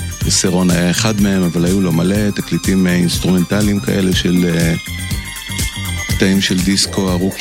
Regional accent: Bat Yam, Tel Aviv District, Israel; אני גדלתי בשכונה בבת ים ברמת הנשיא.

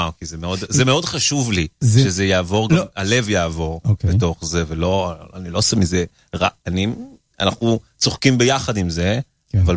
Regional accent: Rehovot, Central District, Israel; also born or lived in Kiryat Ekron; אנחנו מרחובות, אני מקריאת עקרונים לדייק, אבל נמוראי ברחובות, נס ציונה, עיר השכנה

